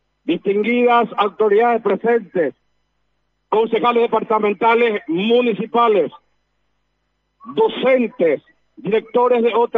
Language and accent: Spanish; Paraguay; como paraguayos, juntos entonar el himno nacional paraguayo.